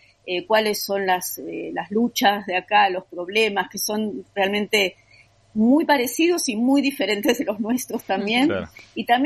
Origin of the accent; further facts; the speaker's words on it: Argentina; moved away as an adult; now in Vienna, Austria; como argentinos, acá te va bien, ¿viste? Como latino en general.